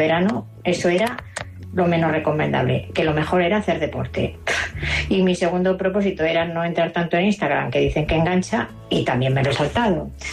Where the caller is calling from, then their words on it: Valencia, Valencian Community, Spain; Buenos días … de Valencia.